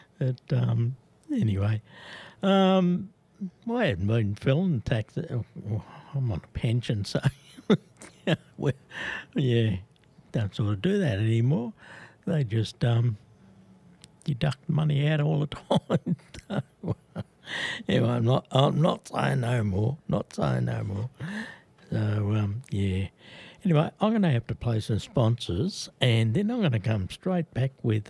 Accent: Australia; and I am too.

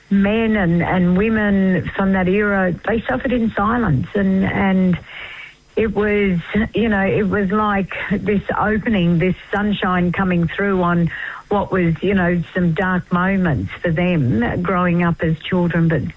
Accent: Northern Territory, Australia; Yeah, look, I'm from the Tiwi Islands. Well, my mum was from the Tiwi Islands.

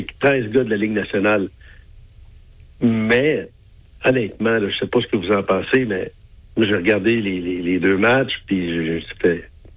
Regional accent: Saint-Boniface, Manitoba, Canada; moi, je suis né et j'ai grandi à Saint-Boniface. Mes parents, mes grands-parents aussi.

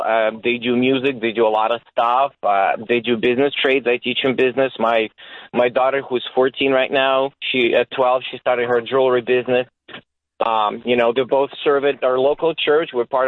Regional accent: Ukraine; English is a second language; now in United States; I'm from Ukraine originally. U.S. citizen for 15 years.

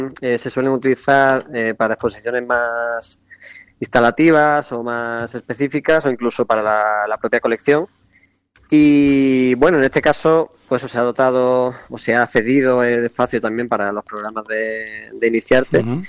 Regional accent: Los Corrales, Andalusia, Spain; also born or lived in Osuna / Seville / Barcelona / Paris; now in Aracena, Spain; soy de Los Corrales, ahí a poquitos kilómetros de Osuna. Uh-huh. Aunque hice el bachillerato, de hecho, en Osuna también. Luego me mudé a Sevilla y seguidamente en Barcelona. También he estado casi 3 años en París. Y me mudé hace poco de nuevo a Aracena, donde vivo

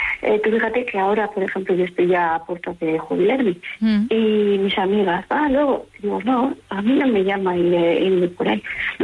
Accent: Jerez de la Frontera, Andalusia, Spain; yo soy de Jerez de la Frontera. Y yo tengo recuerdos de la niñez, de cuando iba a donde mi abuela, ya vivíamos aquí arriba en el norte, pero yo bajaba de mi abuela.

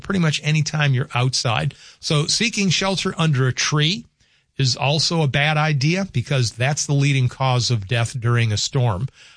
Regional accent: the South, United States; Heat lightning in my vernacular, growing up in the South, was the diffused lightning in the clouds

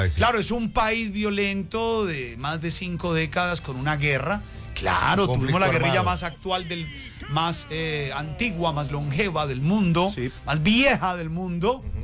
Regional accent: Colombia

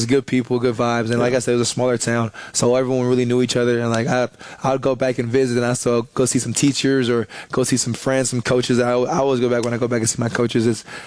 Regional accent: Crandall, Texas, United States; Yeah, so Crandall, Texas is about 25 minutes east of downtown Dallas. And it's a smaller town. It's growing now, but it's a smaller town.

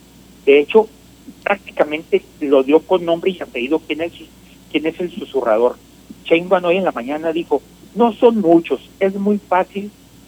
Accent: Mexico; nos debería tener muy ocupados como mexicanos

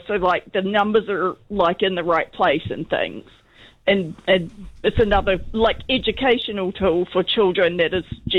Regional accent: Hamilton, Waikato, New Zealand; now in Auckland, New Zealand; I'm actually from Hamilton. I'm not from Auckland. But I do live here.

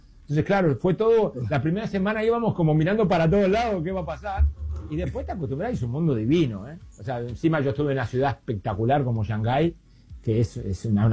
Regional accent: Uruguay; moved away as an adult; now in London, United Kingdom; En el 2004 terminé de jugar y me fui a Uruguay porque quería tener de vivir en mi país. Y después de un año y medio me volví a Londres. Uruguay es un poco lento para mi energía y mi forma de vivir.

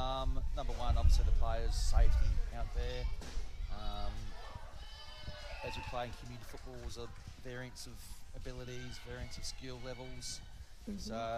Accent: Darwin, Northern Territory, Australia; Come down from Darwin for the day to help out the local umpires through the three games today.

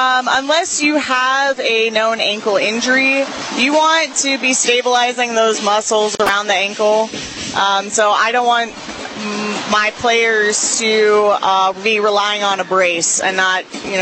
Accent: Effingham, Illinois, United States; moved away as an adult; also born or lived in Seattle; now in Springfield, United States; I am from Effingham, Illinois, but I have Crossroads of America. I have been fortunate to call Springfield my home, though, for almost 10 years.

